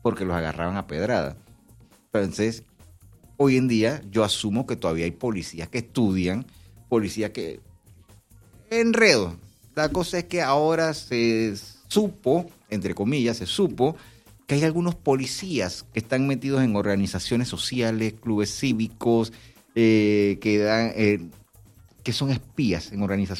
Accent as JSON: {"language": "Spanish", "country": "Panama", "said": "somos panameños"}